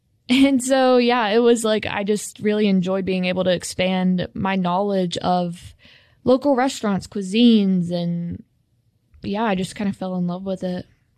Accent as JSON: {"language": "English", "town": "Trussville", "region": "Alabama", "country": "United States", "tie": "born or raised there", "also_born_or_lived": "Hendersonville", "said": "Hendersonville, for 2 years. And then I ended up back in my hometown of Trussville for my last 3 of high school."}